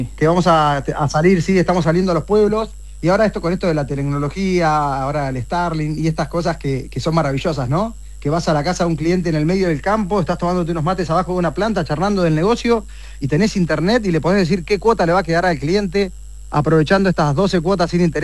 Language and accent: Spanish; General Villegas, Buenos Aires Province, Argentina; yo nací y me crié en Villegas, o sea, fui toda la vida en Villegas